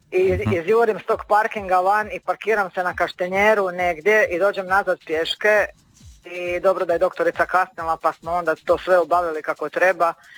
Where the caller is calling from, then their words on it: Pula, Istria County, Croatia; Ja sam iz Pule.